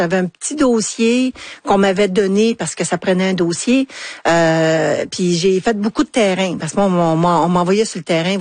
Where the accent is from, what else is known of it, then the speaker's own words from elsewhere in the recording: Anjou, Quebec, Canada; C'était chez nous, mon patelin, les gens que je connaissais